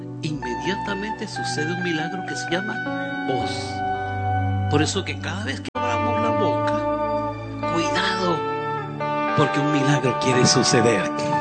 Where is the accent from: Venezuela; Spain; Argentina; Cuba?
Venezuela; moved away; Le voy a hablar como venezolano. Amo mi país.